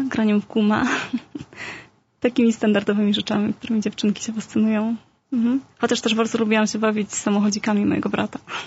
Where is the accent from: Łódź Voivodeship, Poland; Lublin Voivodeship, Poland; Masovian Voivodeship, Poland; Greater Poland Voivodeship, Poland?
Masovian Voivodeship, Poland; Warsaw; born there; Nie, to ja mieszkałam, wychowywałam się w takiej dzielnicy, właściwie takiej warszawskiej Pradze, trochę można powiedzieć.